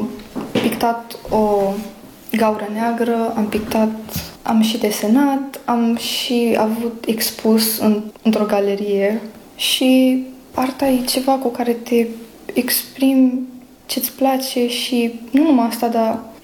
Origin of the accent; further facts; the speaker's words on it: Pecica, Arad County, Romania; also born or lived in Cenadu Unguresc, Hungary; sunt din România, județul Arad, din localitatea Pecica. Am 13 ani